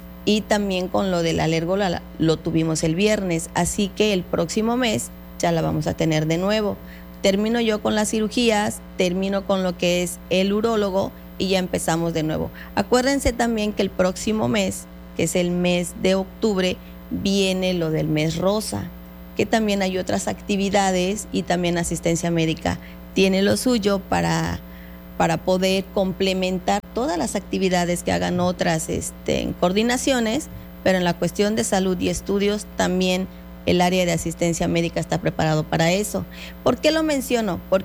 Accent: Yucatán, Mexico; en el caso de los que somos yucatecos y orgullosamente yucatecos

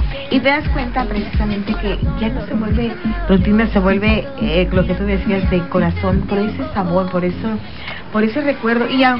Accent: Oaxaca, Mexico; born there; moved away; allá en mi rancho, mi rancho donde nací, en Oaxaca

